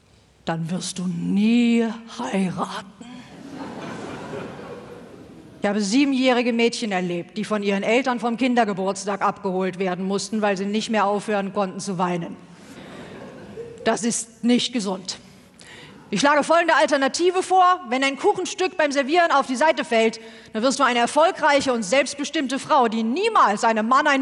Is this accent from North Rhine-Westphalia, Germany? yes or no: yes; North Rhine-Westphalia, Germany; Ich komme aus Westfalen.